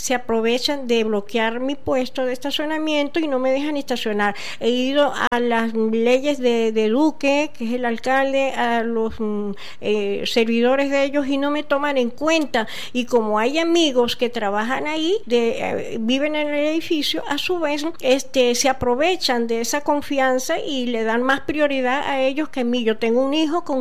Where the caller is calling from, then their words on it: Venezuela; 26, venezolana. Yo vivo en Los Palos Grandes, en el edificio Belfort.